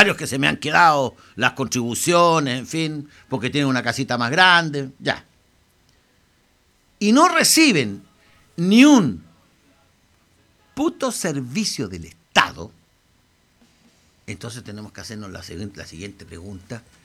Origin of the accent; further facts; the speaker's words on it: Chaulinec Island, Los Lagos, Chile; born there; Yo, el año 61, cuando yo nací en la isla de Chaulinec, era pobre.